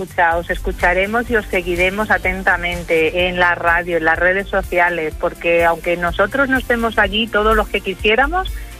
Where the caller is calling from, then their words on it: Torrejón de Ardoz, Community of Madrid, Spain; Pues mira … de Torrejón, encantada de oíros.